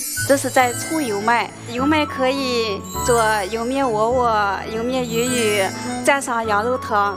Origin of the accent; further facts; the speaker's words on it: Hohhot, Inner Mongolia, China; 这就是我家乡的香瓜地。